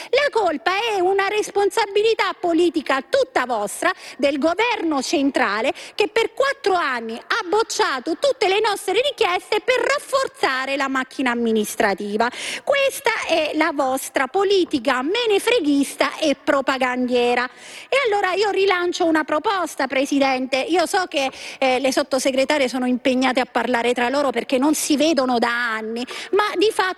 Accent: Abruzzo, Italy; io sono abruzzese, in terra d'Abruzzo la Corte dei Conti certifica una mala gestione di questi fondi del PNRR

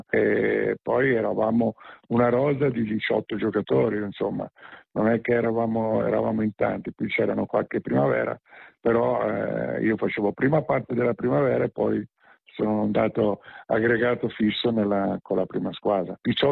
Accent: Tuscany, Italy; Sono originario della provincia di Pisa, mi mettono tutti Siena, ma io no, provincia di Pisa io

